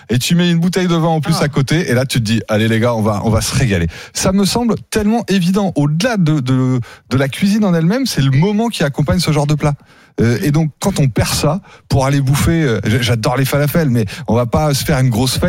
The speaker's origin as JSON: {"language": "French", "country": "France", "said": "on mange pas des burgers, nous on est français"}